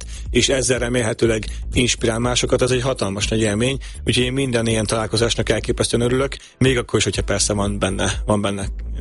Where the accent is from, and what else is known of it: Hungary